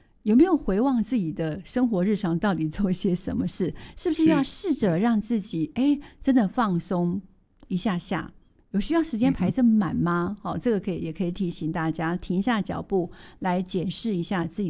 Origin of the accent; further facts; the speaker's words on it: Hsinchu, Hsinchu County, Taiwan; 其实我家乡是在新竹嘛，那风吹着跑的感觉其实是常常有的